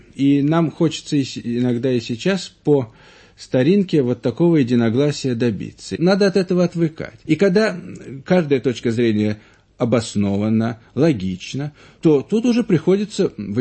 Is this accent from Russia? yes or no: yes; Leningrad, Saint Petersburg, Russia; also born or lived in Crimea; правда, родился в Крыму, но в молодом возрасте приехал в Ленинград. И так что, конечно, действительно, я ленинградец и не мыслю себя совершенно в другом городе.